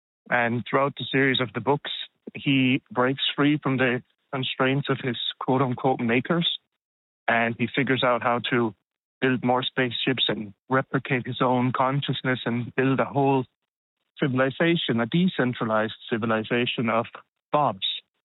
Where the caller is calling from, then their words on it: Ireland; I'm calling from Ireland.